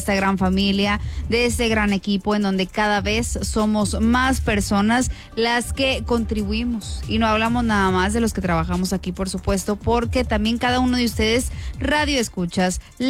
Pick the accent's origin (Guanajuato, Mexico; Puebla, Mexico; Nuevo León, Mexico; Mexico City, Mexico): Nuevo León, Mexico; Yo como buena regia... Como buena regia, yo puedo vivir comiendo carne asada.